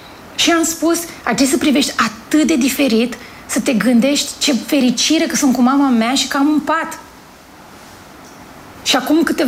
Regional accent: Bogați, Romania; born or raised there

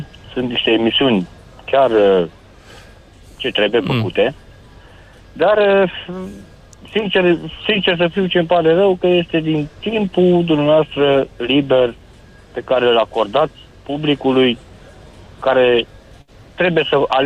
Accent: Romania; cum ne-am obișnuit noi ca români, ca să lucrăm.

